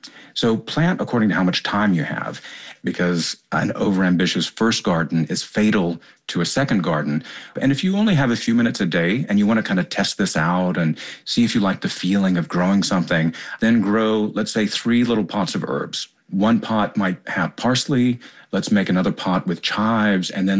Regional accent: Tennessee, United States; I come from East Tennessee farmers on my dad's side and Smoky Mountain hillbillies on my mom's side.

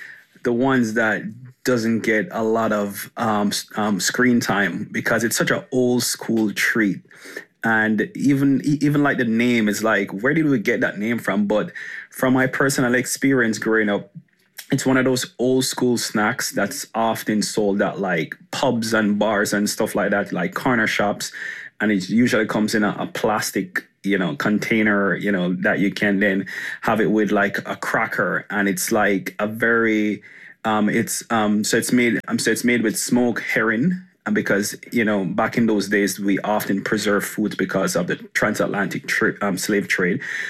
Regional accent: Kingston, Jamaica; we grew up downtown Kingston

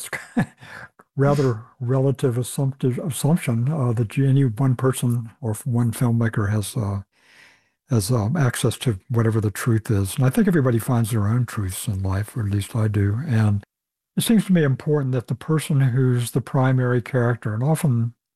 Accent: the South, United States; because I grew up in the South and it's a land where people tell stories

